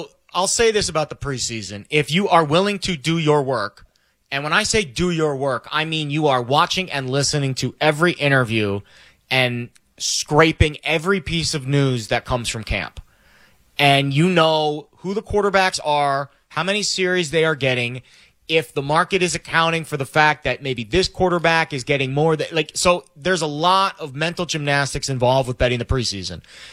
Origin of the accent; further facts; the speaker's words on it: Florida, United States; Like, I grew up in South Florida and in the 90s, and that's when Sawgrass Mills Mall, for those who are from that area, you know what that is.